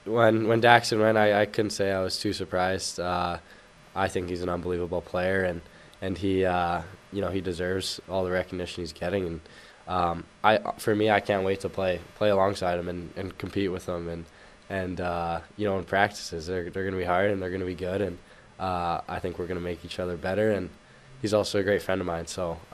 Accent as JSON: {"language": "English", "town": "Vancouver", "region": "British Columbia", "country": "Canada", "tie": "born or raised there", "said": "Yeah, he was on the Canucks for a couple of years there, and one of my buddies that I played with minor hockey"}